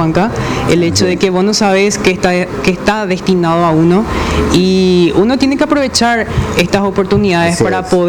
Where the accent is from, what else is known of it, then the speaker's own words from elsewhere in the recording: Filadelfia, Boquerón, Paraguay; moved away as an adult; Bueno, yo soy originario de la ciudad de Filadelfia, departamento de Boquerón, Chaco paraguayo. Me crié ahí prácticamente toda mi infancia y adolescencia, la pasé en Filadelfia.